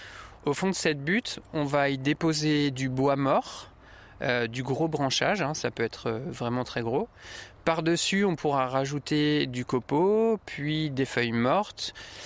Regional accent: La Rochelle, Nouvelle-Aquitaine, France; born there; Alors, moi, je suis né à La Rochelle.

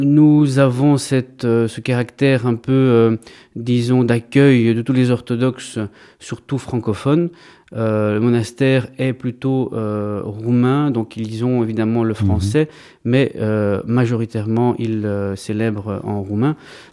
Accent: Brussels, Brussels-Capital Region, Belgium; born or raised there; also born or lived in Greece

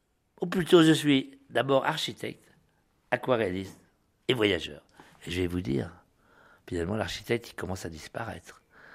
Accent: Annecy, Auvergne-Rhône-Alpes, France; born there; Je suis au Quai Jules Philippe, à l'école du Quai Jules Philippe

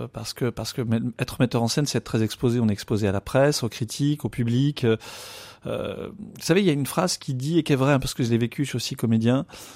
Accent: Pays de la Loire, France; Je voulais revenir chez moi en Vendée après être parti en école nationale quand j'avais 18 ans. J'ai aujourd'hui 46 ans, bientôt 47.

